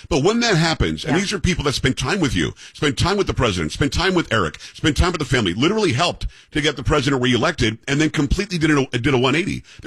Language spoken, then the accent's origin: English; Florida, United States; Because Donald Trump was omnipresent when I was growing up in Palm Beach County